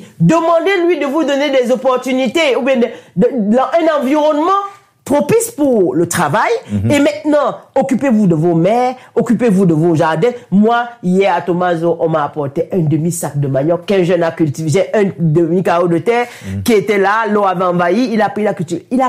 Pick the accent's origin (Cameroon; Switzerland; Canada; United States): Cameroon; je suis Camerounais